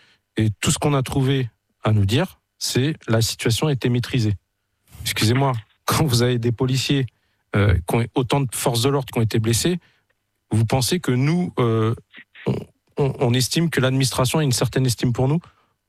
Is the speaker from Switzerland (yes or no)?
no; Morocco; now in France; je suis marocain aussi, j'ai la chance d'être binational. Mon pays, la France, m'a laissé cette chance-là.